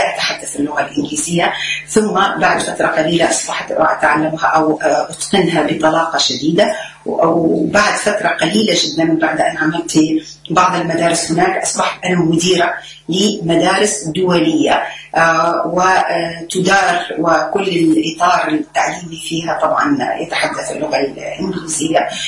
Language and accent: Arabic; Zarzis, Medenine, Tunisia; moved away as an adult; also born or lived in La Marsa, Tunisia; now in Bahrain; تونس، من جرجيس، مواليد حومة القرعة. أيضا تعلمت، ولدت وتعلمت ونشأت في تونس وفي جرجيس بالتحديد، ثم نجحت في دورة المعلمات، انتقلت إلى التعليم بدار المعلمات بالمرسى